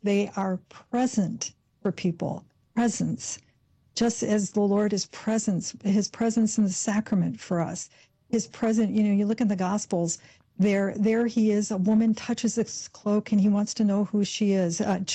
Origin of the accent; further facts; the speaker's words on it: Grand Rapids, Michigan, United States; I learned about Blessed Solanus Casey from my grandmother, because I grew up in Grand Rapids, Michigan, and around that area, Wisconsin, Detroit